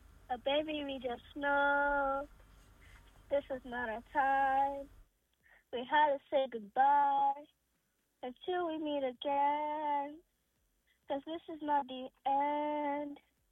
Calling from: Port Harcourt, Rivers, Nigeria; I am coming from Port Harcourt.

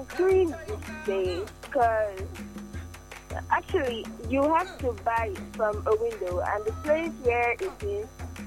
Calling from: Port Harcourt, Rivers, Nigeria; I'm calling from Iwofe.

